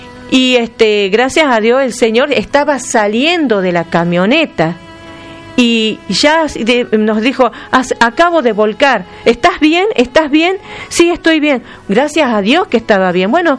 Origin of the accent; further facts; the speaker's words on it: Argentina; Está el tucumano, el salteño, el norteño, somos todos argentinos